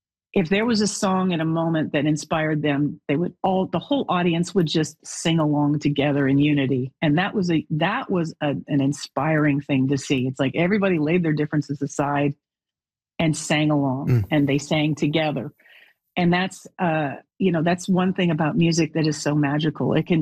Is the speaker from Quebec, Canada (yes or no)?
no; Alberta, Canada; So it blends growing up in Alberta